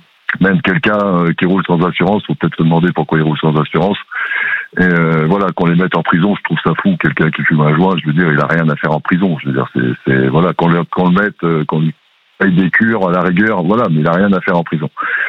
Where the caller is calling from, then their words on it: Nouvelle-Aquitaine, France; De Charente, à côté d'Angoulême.